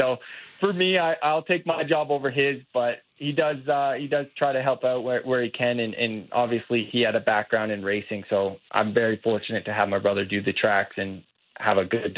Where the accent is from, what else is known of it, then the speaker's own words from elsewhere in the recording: Canada; to kick it off here in my home country, no better place than Calgary, I'd say.